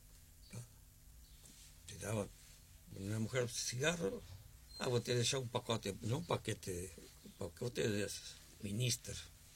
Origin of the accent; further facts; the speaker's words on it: Montevideo, Uruguay; Yo fui criado en Joaquín Suárez, casi presidente de Viera, hasta que me casé. Y después me casé y viví a la vuelta. Y después viví enfrente a la casa de mis padres, así por Joaquín Suárez.